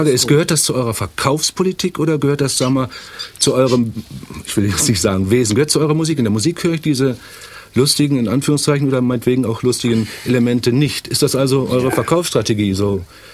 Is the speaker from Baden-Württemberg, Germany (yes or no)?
no; Mainz, Rhineland-Palatinate, Germany; Also ich komme aus Mainz und kenne da also die Fasernacht ein bisschen.